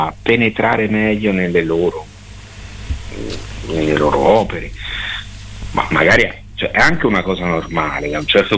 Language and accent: Italian; Esanatolia, Marche, Italy; Sì, io sono nato a San Severino Marche, però sempre vissuto ad Esanatolia.